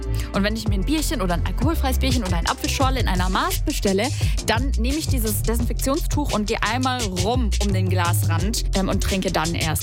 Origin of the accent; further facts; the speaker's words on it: Stuttgart, Baden-Württemberg, Germany; Jetzt bin ich ja eine Stuttgarter Maus.